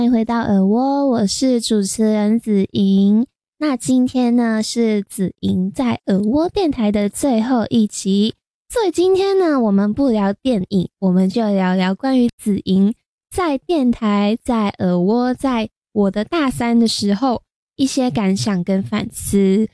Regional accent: Hong Kong; now in Taiwan; 我为什么会想要从香港来到台湾念广播这东西去开始讲

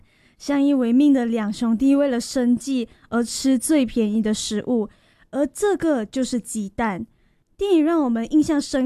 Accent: Malaysia; 身为马来西亚人，没有身份证已经很辛苦了

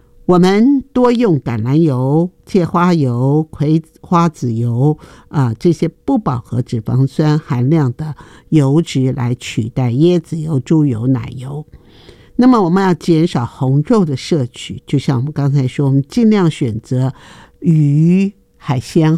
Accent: Taiwan; 我们台湾人爱吃泡面，已经是世界闻名啊。

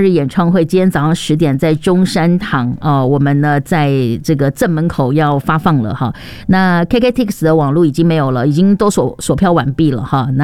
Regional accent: Taiwan

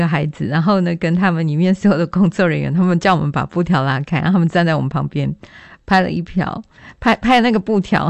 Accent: Taiwan; 他发现我们是来自台湾

